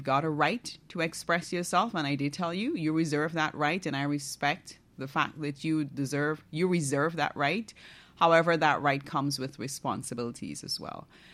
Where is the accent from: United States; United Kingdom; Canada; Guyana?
Guyana; Barima-Waini; pray for Region 1, period. I am from Region 1. I have never traveled with a ferry.